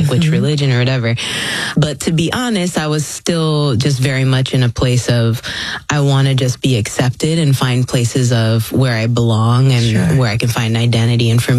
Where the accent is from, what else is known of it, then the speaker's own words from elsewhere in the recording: Philippines; also born or lived in Puerto Rico / Jamaica; from everywhere. I'm from the Philippines. I was born there, Puerto Rico and Jamaica.